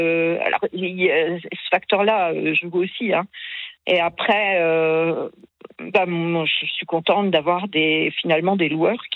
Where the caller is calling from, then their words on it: Grand Est, France; Alors, je vous appelle de Lorraine.